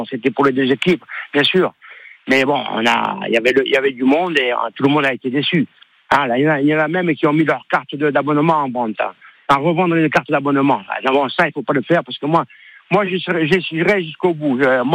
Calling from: Corsica, France; Oui, je suis de Balagne

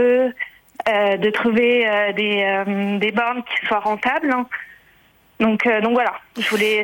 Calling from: Mayenne, Pays de la Loire, France; J'habite en Mayenne.

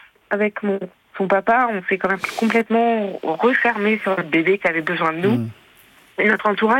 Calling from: Tourville, France; Tourville.

